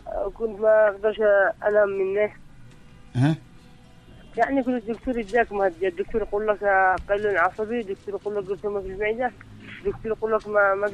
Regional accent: Ibb, Yemen; now in Sanaa, Yemen; انا من اب.

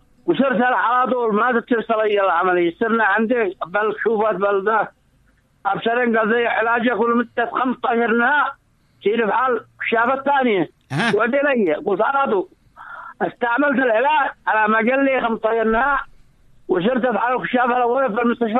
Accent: Yemen; من بني مدار.

